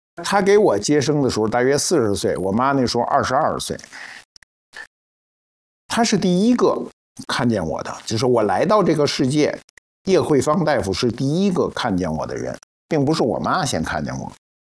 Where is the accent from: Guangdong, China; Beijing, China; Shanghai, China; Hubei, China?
Beijing, China; born there; 我就出生在301医院。